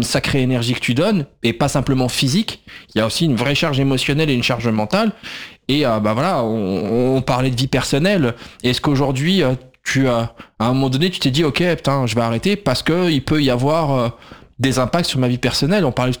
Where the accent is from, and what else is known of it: France